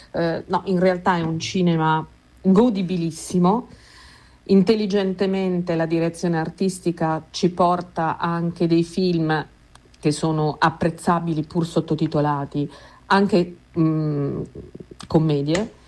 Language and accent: Italian; Milan, Lombardy, Italy; now in Rome, Italy; Io sono una milanese con nonno ungherese, che con i bulgari non c'è niente a che vedere, cresciuta a Milano e trasferita a Roma